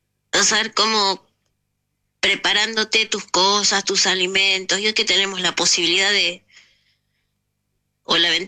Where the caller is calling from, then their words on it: Buenos Aires, Argentina; de Caballito, excelente jornada.